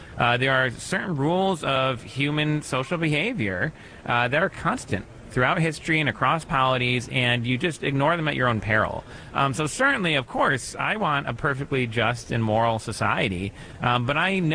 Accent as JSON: {"language": "English", "country": "United States", "said": "one thing I've really love about being American"}